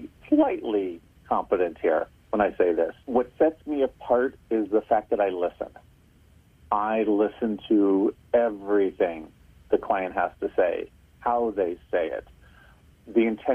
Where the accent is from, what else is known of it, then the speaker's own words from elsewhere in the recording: San Francisco, California, United States; On paper, I grew up in San Francisco. On paper, born and raised San Francisco.